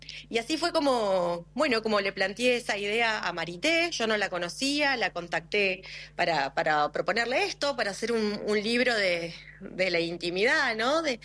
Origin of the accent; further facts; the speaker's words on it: Neuquén, Argentina; moved away; also born or lived in La Plata / Brazil; cuando volví a vivir a Neuquén, yo soy de Neuquén, tuve unos cuantos años en La Plata, después en Brasil